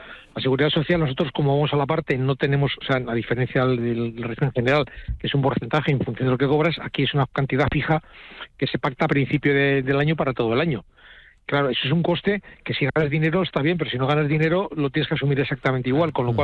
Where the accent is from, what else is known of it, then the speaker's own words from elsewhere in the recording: Spain; Disculparme que hable en castellano, pero es que yo soy castellano parlante y sí.